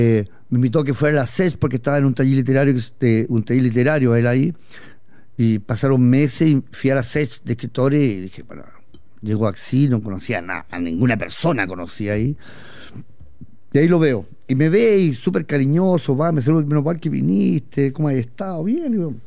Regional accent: San Rosendo, Biobío, Chile; ¿Y de dónde eres? San Rosino.

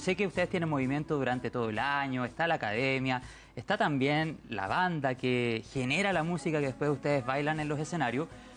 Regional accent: Chile; lo que somos como chilenos

